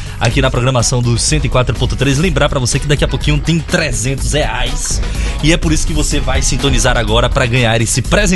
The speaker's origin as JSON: {"language": "Portuguese", "area": "Cajazeiras", "region": "Bahia", "country": "Brazil", "said": "Minha terra, rapaz."}